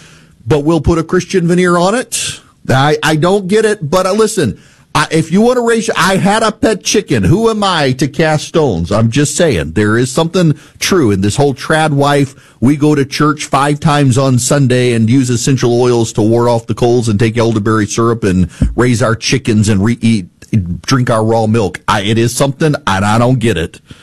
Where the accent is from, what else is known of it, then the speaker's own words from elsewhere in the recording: Dubai, United Arab Emirates; when I was a kid in the Middle East, because I grew up in Dubai, Philip and Charlie.